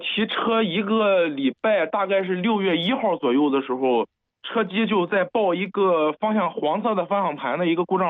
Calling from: Jinan, Shandong, China; 我在省外回山东济南的时候，因为我家是济南的

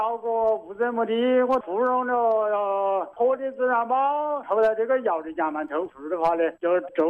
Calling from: Macheng, Hubei, China; 我是麻城啊。

